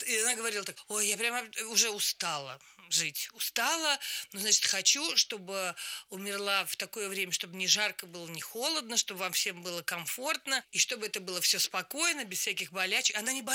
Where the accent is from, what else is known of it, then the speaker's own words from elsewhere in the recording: Voronezh, Voronezh Oblast, Russia; now in Moscow, Russia; Я приехала из Воронежа в Москву и ночевала у них в квартире.